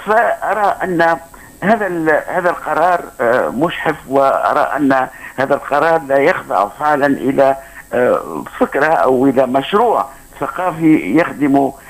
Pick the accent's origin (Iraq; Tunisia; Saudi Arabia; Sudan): Tunisia